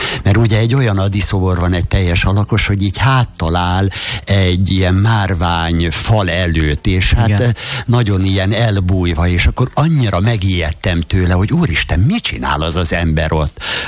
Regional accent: Debrecen, Hajdú-Bihar, Hungary; moved away as an adult; now in Budapest, Hungary; már Budapesten élek 30 éve, több mint 30 éve, de valahogy, ha megkérdezik, hogy hova valósi vagyok, nem tudom azt mondani, hogy budapesti vagyok, mindig azt mondom, hogy debreceni.

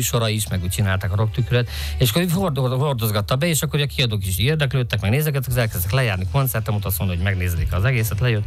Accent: Békéscsaba, Békés, Hungary; moved away as an adult; now in Budapest, Hungary; ő ismerte az ottani Békés Csabai zenekarunkat … amiből mi játszottunk, és amikor mi is felköltöztünk Budapestre

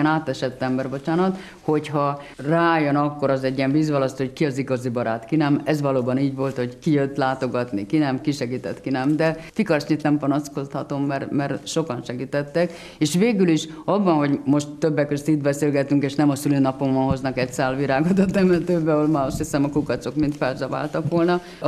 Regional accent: Hungary; és magyar, és kicsit svédül

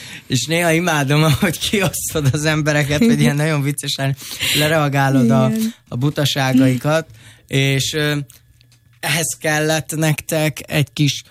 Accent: Hungary; mi magyarok szomorú nép vagyunk.

